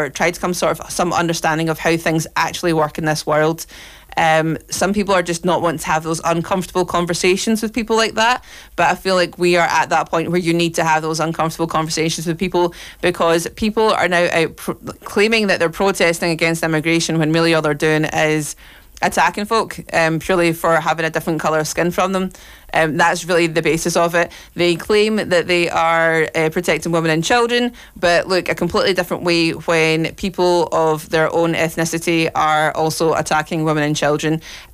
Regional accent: Scotland, United Kingdom; accent: Scottish; to live in a country, to grow up in a country. Culturally, to be culturally Scottish and have the Scottish accent and go to the Scottish schools and go to Scottish high schools and work in Scottish jobs and be around Scottish people

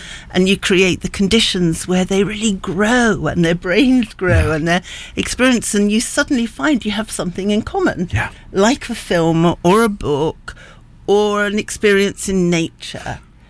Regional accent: Dover, South East England, United Kingdom; I was brought up in Dover, Kent

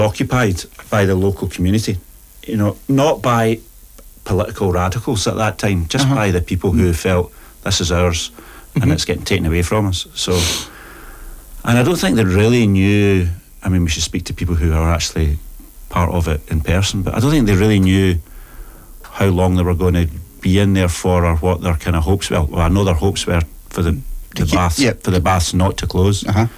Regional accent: Scotland, United Kingdom; So I grew up on Queen's Drive.

